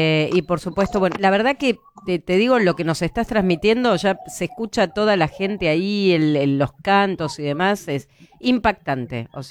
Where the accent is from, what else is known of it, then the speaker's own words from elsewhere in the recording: Bernal, Buenos Aires Province, Argentina; yo tuve toda mi adolescencia en el colegio en el ENSPA de Avellaneda y vivía en Bernal, así que imagínate que conozco muy bien el Parque Domínico